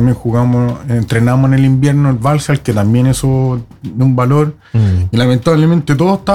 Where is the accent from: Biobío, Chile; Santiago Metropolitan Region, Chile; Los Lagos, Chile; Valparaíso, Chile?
Valparaíso, Chile; Concón; born or raised there